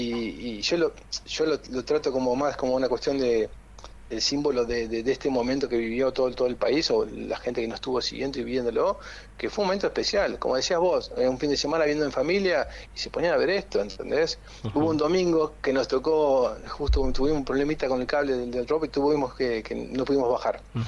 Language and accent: Spanish; Argentina; Entonces, como bueno, los competitivos somos de argentinos, dijimos, bueno, primera expedición en Argentina, queremos llegar a 1.000